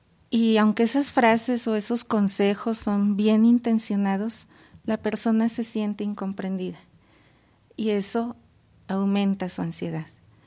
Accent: Mexico; seguimos siendo mexicanos

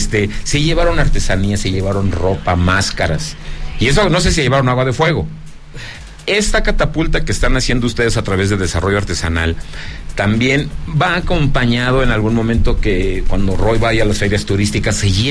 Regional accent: Zacatecas, Mexico; also born or lived in Norway; Puede mentarme usted la madre, pero que me diga que no soy zacatecano

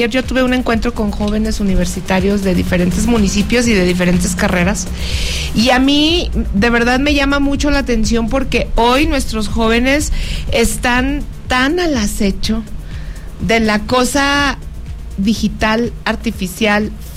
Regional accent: Mexico; Yo solamente ejercí un derecho que tengo como ciudadana mexicana a interponer la denuncia correspondiente

